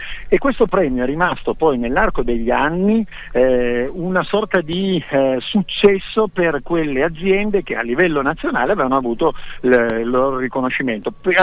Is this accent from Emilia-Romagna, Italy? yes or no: no; Piedmont, Italy; Io parlo da piemontese e per me il tema del dolcetto e del Barbera era un vino che era il vino dei miei nonni